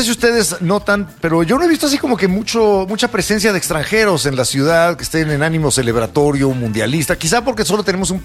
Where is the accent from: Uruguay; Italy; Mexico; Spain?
Mexico; Así somos los mexicanos, todo de último minuto.